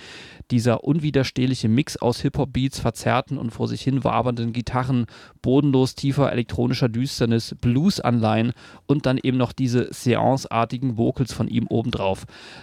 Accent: Berlin, Germany

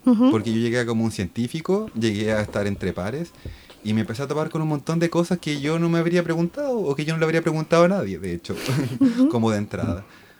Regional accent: Santiago, Santiago Metropolitan Region, Chile; moved away as an adult; vengo de Santiago y he estado hace 2 años y medio acá.

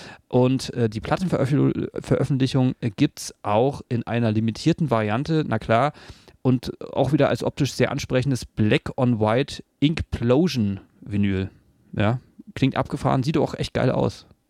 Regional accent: Berlin, Germany; Also ich komme aus Berlin

